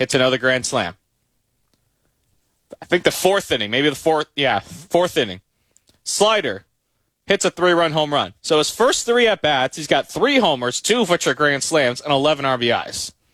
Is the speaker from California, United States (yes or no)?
yes; Petaluma, California, United States; So he grew up in Petaluma. I grew up in Petaluma, as you know, Nate.